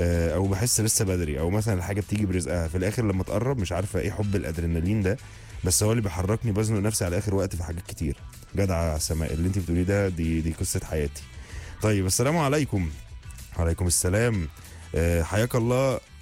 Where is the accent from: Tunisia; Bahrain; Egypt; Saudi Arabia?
Egypt; تريزيجيه جاب الجول, فرحت يعني اللي هو كمصري يعني